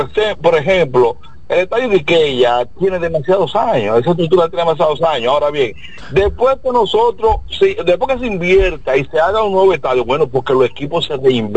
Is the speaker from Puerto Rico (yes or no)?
no; Dominican Republic; nosotros como dominicanos